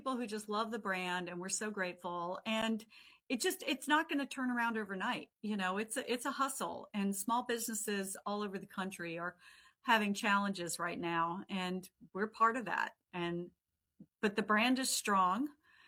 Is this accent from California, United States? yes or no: no; Eastman, Georgia, United States; It is in Eastman, Georgia. It's my hometown.